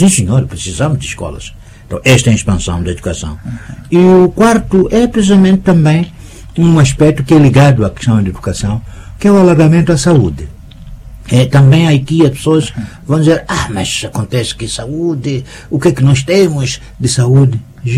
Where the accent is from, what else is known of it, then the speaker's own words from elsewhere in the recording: Cambine, Inhambane, Mozambique; born there; Eu sou de Cambina, né? Não faço propaganda sempre do local onde nasci, né? Eu sou de Cambina.